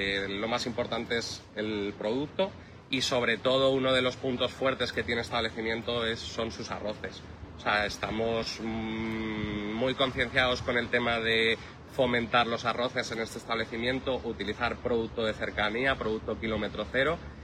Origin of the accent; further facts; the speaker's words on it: Madrid, Community of Madrid, Spain; moved away as an adult; now in Almería, Spain; Yo soy de Madrid, y además soy más madrileño que el Chotis, ¿vale?